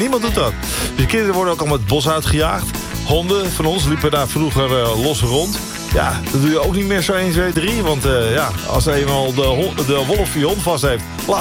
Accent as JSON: {"language": "Dutch", "region": "Gelderland", "country": "Netherlands", "said": "Die allemaal aan het genieten waren van bij ons op de Veluwe."}